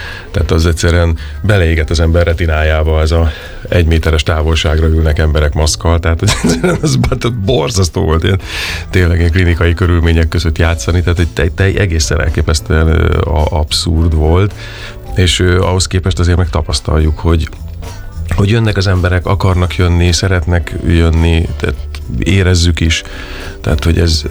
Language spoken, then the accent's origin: Hungarian; Debrecen, Hajdú-Bihar, Hungary; moved away as an adult; én debreceni vagyok